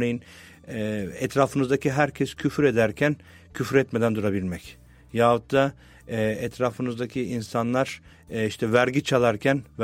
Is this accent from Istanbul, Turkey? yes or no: no; Adana, Turkey; Ben Adanalıyım aslen. Bizim memleketimizde benim gençlik yıllarımda otobüslerde muavinler vardı.